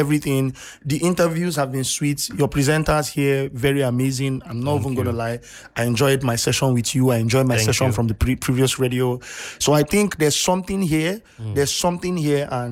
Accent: Nigeria

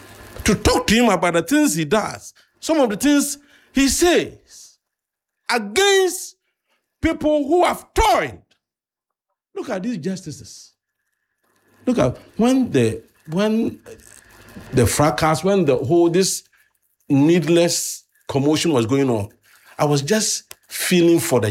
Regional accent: Ghana; as a Ghanaian.

